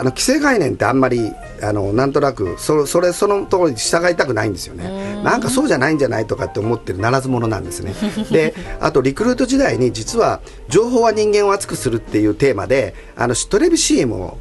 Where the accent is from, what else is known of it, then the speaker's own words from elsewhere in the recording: Osaka, Japan; あの私は大阪で生まれ育って